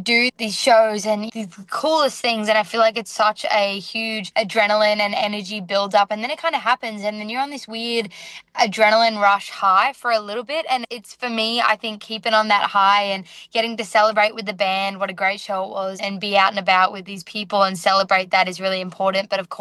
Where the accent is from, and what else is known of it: Australia